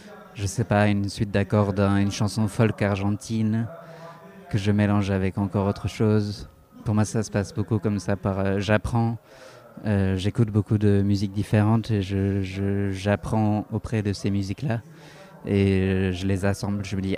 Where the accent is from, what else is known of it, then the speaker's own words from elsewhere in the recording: United Kingdom; first language English; French is a second language; C'est en anglais. Je suis d'origine anglaise et écossaise. Et j'écris tout en anglais, qui est ma langue maternelle.